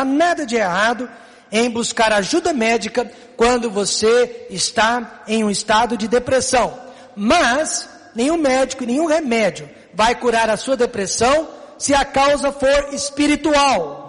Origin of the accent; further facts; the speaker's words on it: Ribeirão Preto, São Paulo, Brazil; born there; moved away as an adult; now in Goiânia, Brazil; no meu caso, Igreja Batista Independente de Ribeirão Preto. Igreja onde eu cresci